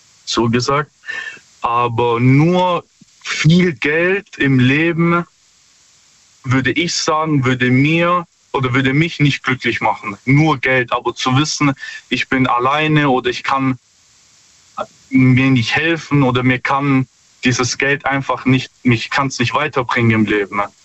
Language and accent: German; Stuttgart, Baden-Württemberg, Germany; Ja, hi. Stuttgart.